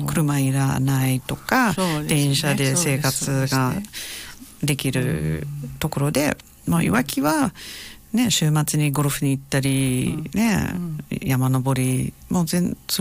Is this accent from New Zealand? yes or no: yes; New Zealand; Japanese is a second language; now in Iwaki, Japan; 私の国では毎日送る迎えしないといけないんですよ。